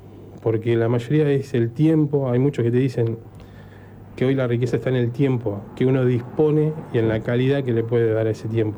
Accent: Junín, Buenos Aires Province, Argentina; La adolescencia la pasé en Junín, provincia de Buenos Aires.

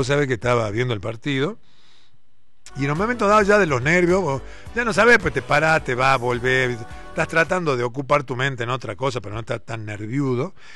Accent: Argentina

